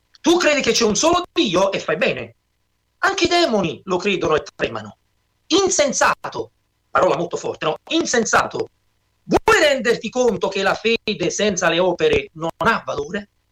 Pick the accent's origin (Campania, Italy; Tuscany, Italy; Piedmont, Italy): Campania, Italy; Naples; now in Pozzuoli, Italy; Come si sente un po' anche dalla mia accento, non credo neanche un po'. Sono nativo di Napoli, sono napoletano, vivo a Pozzuoli da moltissimi anni